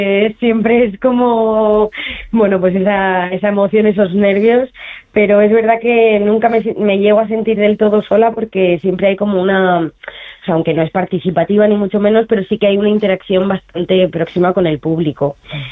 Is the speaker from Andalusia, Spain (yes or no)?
no; Mutxamel, Valencian Community, Spain; soy de Alicante, de un pueblo de Alicante, de Mutxamel